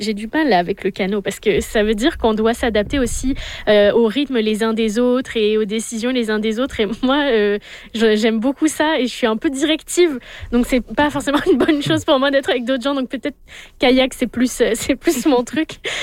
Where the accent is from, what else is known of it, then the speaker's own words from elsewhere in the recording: Southwest France, France; moved away; Moi c'est le sud-ouest de la France, donc c'est les châteaux, les grottes et les rivières.